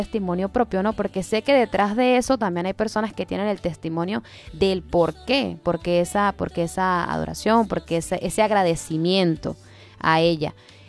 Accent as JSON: {"language": "Spanish", "town": "San Cristóbal", "region": "Táchira", "country": "Venezuela", "tie": "born there", "said": "yo nací en San Cristóbal, ¿verdad? Y viví, bueno, he vivido allá y acá. Allá y aquí."}